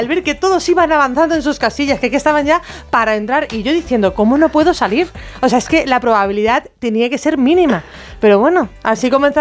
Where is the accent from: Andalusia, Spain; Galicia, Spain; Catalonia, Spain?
Andalusia, Spain; Málaga; Yo soy de Málaga, veraneo en Málaga, y me ocurrió una noche de verano.